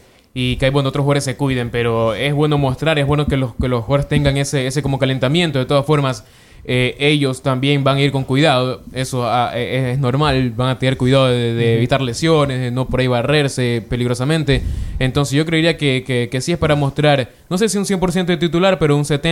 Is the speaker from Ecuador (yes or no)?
yes; Ecuador; nosotros como ecuatorianos